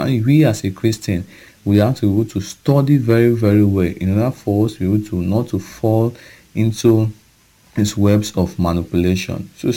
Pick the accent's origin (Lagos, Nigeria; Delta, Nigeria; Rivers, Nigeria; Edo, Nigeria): Edo, Nigeria; Okada